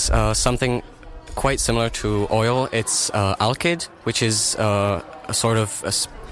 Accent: Mykolaiv, Mykolaiv Oblast, Ukraine; moved away; with my hometown a bit more, so I took my art to Mykolaiv.

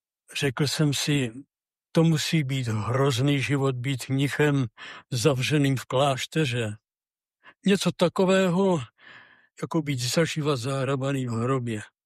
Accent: Plasy, Plzeň Region, Czechia; mi kázal na primici v mém rodišti, v mém rodném kraji v Plasích

